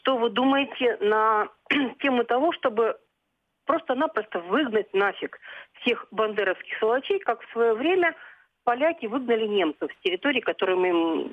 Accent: Donbas, Ukraine; я сама родом с Донбасса

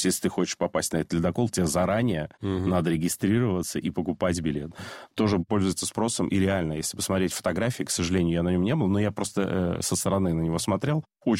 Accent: Novy Urengoy, Yamalo-Nenets Autonomous Okrug, Russia; Слушай, я вырос в Ямало-Ненецком автономном округе, в городе Новый Уренгой

